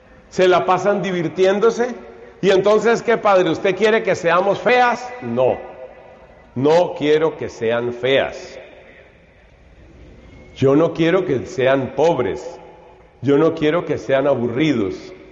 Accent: Colombia; Hemos tenido en mi país, Colombia

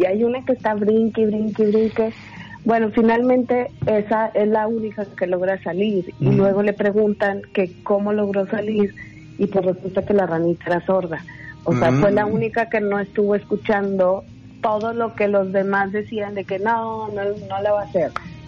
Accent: Mexico

